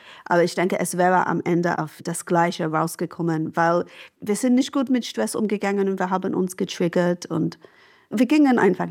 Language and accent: German; England, United Kingdom; German is a second language; now in Germany; als Engländerin mit NHS-Sozialisierung